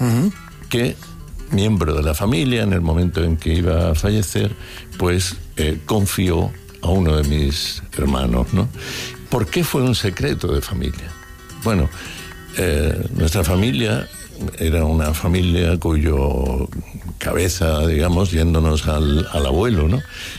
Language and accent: Spanish; Jerez de la Frontera, Andalusia, Spain; Curiosamente yo me crié en la Asunción y fui vecino de muchos gitanos que venían de Santiago y que allí se hicieron célebres, ¿no?